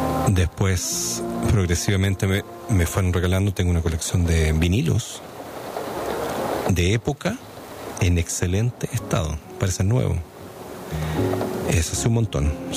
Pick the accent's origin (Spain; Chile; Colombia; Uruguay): Chile; moved away; Yo que soy un chileno que llevo acá 4 años, me lo regaló.